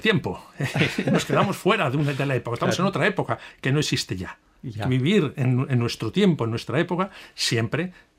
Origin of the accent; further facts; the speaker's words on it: Spain; La presencia del Papa León XIV en España, para mí personalmente, como español, como obispo, como cristiano, es una enorme alegría